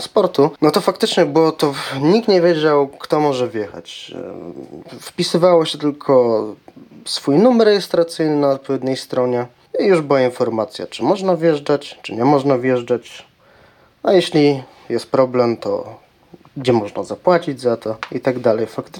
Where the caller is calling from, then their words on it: Kraków, Lesser Poland, Poland; Mieszkam w Krakowie, nie byłem na referendum. Może dlatego, że nie jestem jeszcze tutaj zameldowany